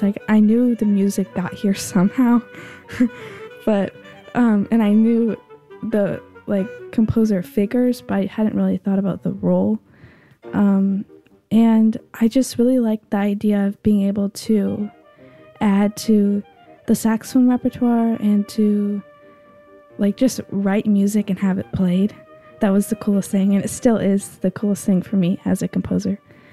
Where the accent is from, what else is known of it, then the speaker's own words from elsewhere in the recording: St. Louis, Missouri, United States; I am a saxophonist and composer, and I'm from St. Louis, Missouri.